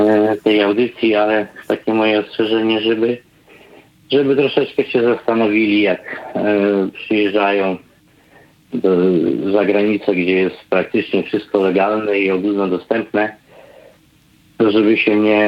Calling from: Netherlands; dzwonię z Holandii

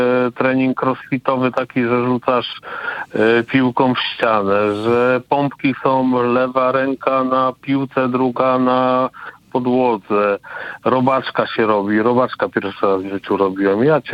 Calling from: Pobierowo, West Pomeranian Voivodeship, Poland

